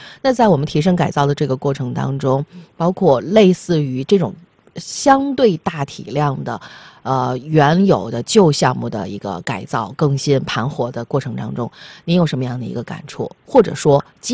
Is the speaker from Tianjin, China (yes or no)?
yes; Tianjin, China; 帮助我们天津人留住这座城的记忆哈